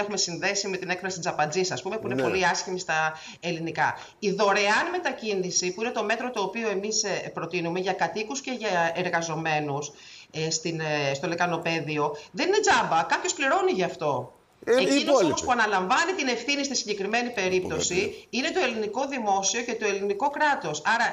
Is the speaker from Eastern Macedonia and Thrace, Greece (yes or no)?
no; Kallithea, Attica, Greece; εγώ κατάγομαι και μεγάλωσα στην Καλλιθέα